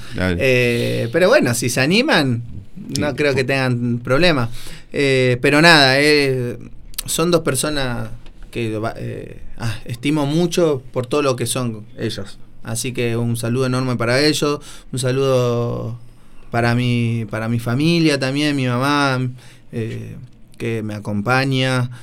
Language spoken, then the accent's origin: Spanish; Argentina; desde la raíz, desde lo que somos como pueblo argentino, que lo marca el folclore.